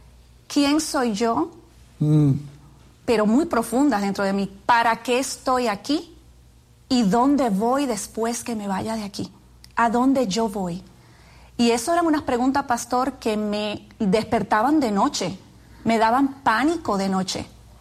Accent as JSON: {"language": "Spanish", "country": "Dominican Republic", "tie": "born or raised there", "moved": "as an adult", "lives_now": "New York, United States", "said": "Soy dominicana. Nací en República Dominicana, sí. Y ahí me crié, fui a la Universidad de República Dominicana y vine luego a New York a estudiar."}